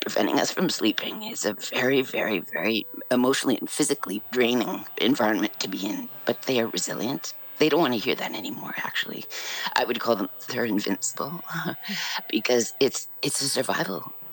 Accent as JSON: {"language": "English", "country": "Canada", "tie": "born or raised there"}